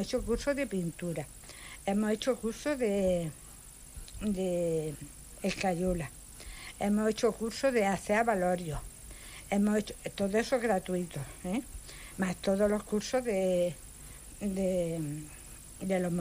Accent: Linares, Andalusia, Spain; moved away as an adult; Luego cuando me vine aquí, ya hace 4 años, porque soy de Linares, de donde es … Andrés Segovia

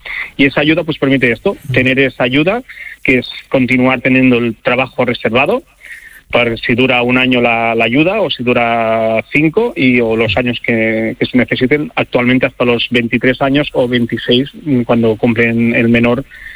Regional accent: Catalonia, Spain; now in Barcelona, Spain

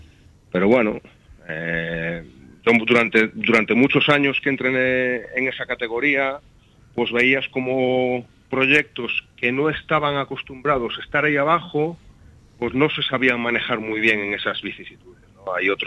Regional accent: Galicia, Spain; yo es que soy como muy gallego que soy

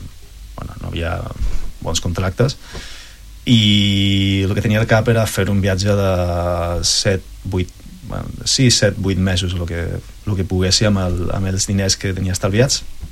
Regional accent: Asturias, Spain; yo casi me siento más canario que asturiano, igual.

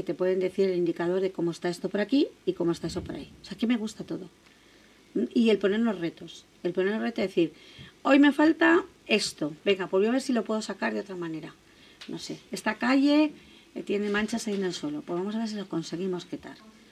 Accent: Leganés, Community of Madrid, Spain; yo soy de Leganés

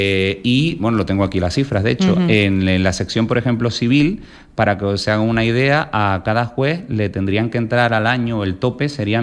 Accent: Tenerife, Canary Islands, Spain; now in Lanzarote, Spain; Yo soy canario, soy de Tenerife.

